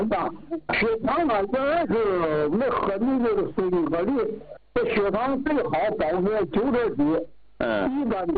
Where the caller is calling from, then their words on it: Tianjin, China; 我是天津的，我是82岁，